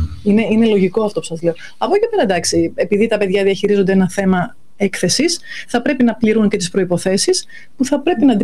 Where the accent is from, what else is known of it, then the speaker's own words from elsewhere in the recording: Greece; ως Έλληνες